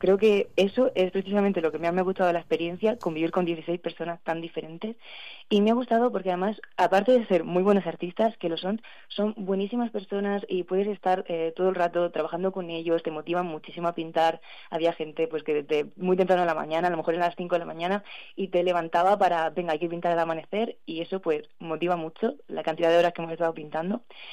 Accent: Region of Murcia, Spain; Yo vengo de Murcia, a mí Murcia me encanta

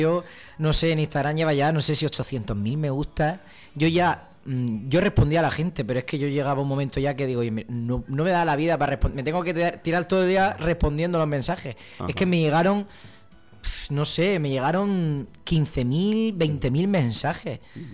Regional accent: Alcantarilla, Region of Murcia, Spain; En Radio Sintonía de Alcantarilla, en mi pueblo.

